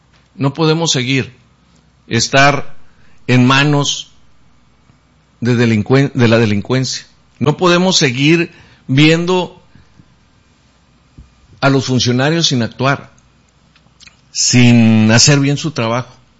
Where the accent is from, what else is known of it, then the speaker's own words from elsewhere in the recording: Mexico; qué estamos haciendo todos como mexicanos